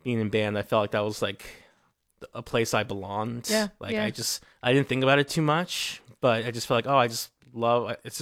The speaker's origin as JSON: {"language": "English", "region": "Virginia", "country": "United States", "tie": "born or raised there", "also_born_or_lived": "Bronx, New York", "said": "a month before 9/11 happened, me and my parents, we moved to Virginia, where I was raised and went through all of my K-12 and undergrad education."}